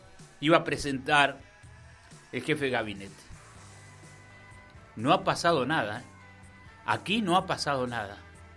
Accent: Argentina; lo que tendríamos que hacer como argentino

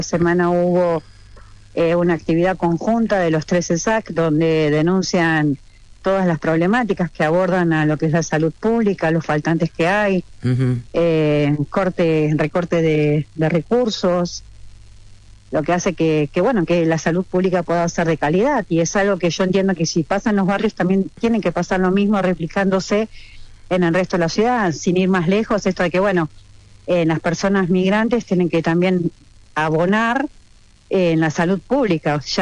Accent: Buenos Aires, Argentina; somos más porteños que el obelisco

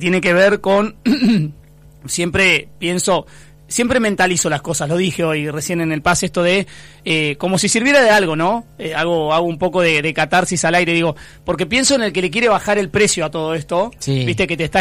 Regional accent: Argentina

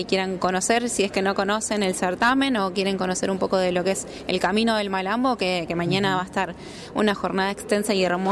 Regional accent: Pico Truncado, Santa Cruz, Argentina; Soy hija de la Patagonia también, soy de Pico Truncado, Santa Cruz.

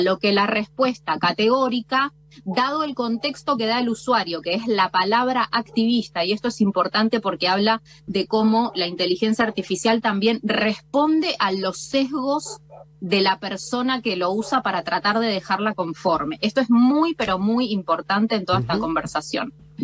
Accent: Argentina; now in Epuyén, Argentina; que soy mujer, que soy una activista, que soy argentina

